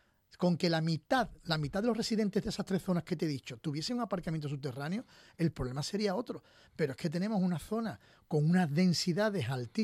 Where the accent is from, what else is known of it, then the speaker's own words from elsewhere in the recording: Cádiz, Andalusia, Spain; Entonces, la gente de fuera, es que Cádiz tiene lo que tiene, es que somos una ciudad muy pequeñita, sí, muy bonita, a lo mejor del mundo, más maravilloso.